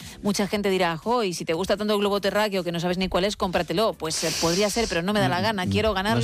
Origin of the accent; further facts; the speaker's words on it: Madrid, Community of Madrid, Spain; born there; No, nací en Madrid.